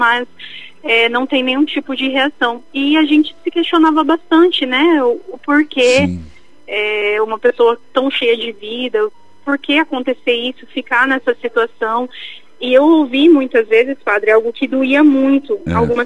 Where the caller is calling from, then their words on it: Mandaguaçu, Paraná, Brazil; Eu falo de Mandaguaçu.